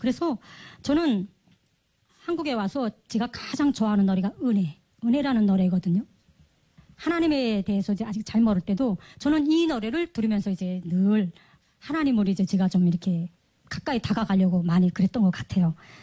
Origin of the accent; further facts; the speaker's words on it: North Korea; moved away as an adult; now in South Korea; 4일 만에 제가 이제 고향을 떠나서 여러 경로를 통해서 방랑도 하고 이러면서 이제 하다가 탈북을 했거든요. 2016년에 이제 드디어 이제 탈북을 해서